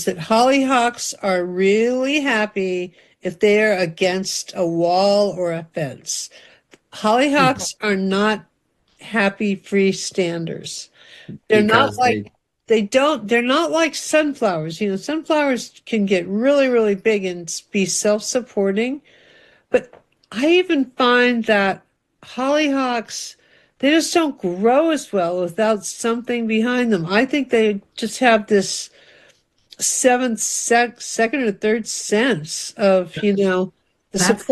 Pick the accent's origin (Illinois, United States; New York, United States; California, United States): California, United States; when I grew up in Central California, in our alley